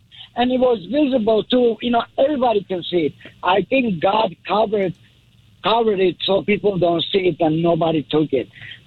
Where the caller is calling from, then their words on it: Los Angeles, California, United States; Los Angeles.